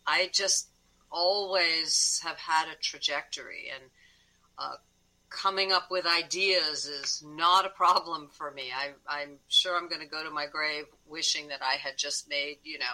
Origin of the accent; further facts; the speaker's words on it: New York, United States; also born or lived in California; Well, I grew up in New York and went to Rhode Island School of Design, moved out to California and went to graduate school.